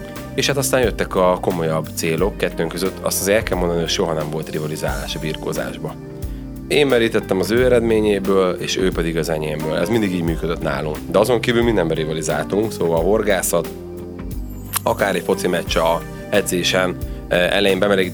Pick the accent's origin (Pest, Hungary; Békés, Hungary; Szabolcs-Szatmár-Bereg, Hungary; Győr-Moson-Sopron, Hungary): Pest, Hungary; Ceglédbercel; mi azért lokálpatrióták vagyunk, Cegléd-Bercelről származunk